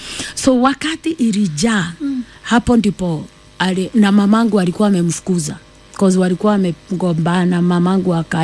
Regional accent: Mwea, Kirinyaga County, Kenya; born there; kwetu ni Mwea, Kirinyaga, na huwa tunalima mchere.

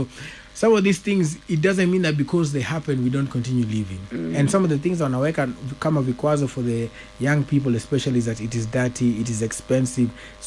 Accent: Kisumu, Kisumu County, Kenya; I've been born and bred in Kisumu.

